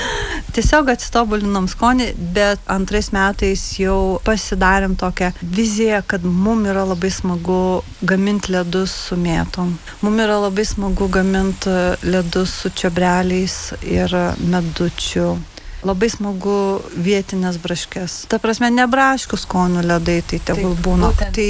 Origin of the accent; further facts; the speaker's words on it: Samogitia, Lithuania; now in Zarasai, Lithuania; Ir pavyzdžiui, Zarasuose dabar tikrai vat, nu, visi mane žino, kad aš esu žemaitė.